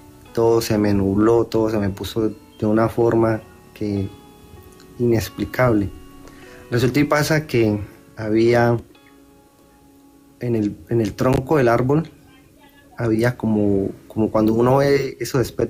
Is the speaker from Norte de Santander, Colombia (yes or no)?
yes; Cúcuta, Norte de Santander, Colombia; born there